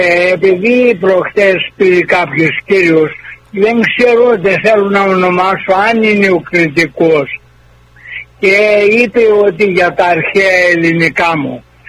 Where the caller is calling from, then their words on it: North Carolina, United States; Είμαι από τη Βόρειο Καρολίνα.